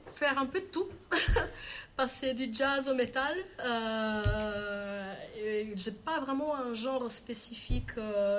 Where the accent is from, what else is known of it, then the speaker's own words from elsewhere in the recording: France; accent: French; Et en plus, comme j'ai un accent français, qu'ils comprennent mieux aussi l'essence des paroles